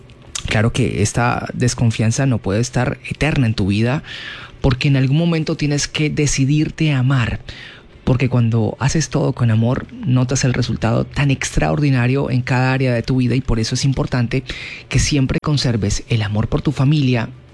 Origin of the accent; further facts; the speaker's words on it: Silvia, Cauca, Colombia; a raíz de la cuarentena me regresé a mi pueblo natal, Silvia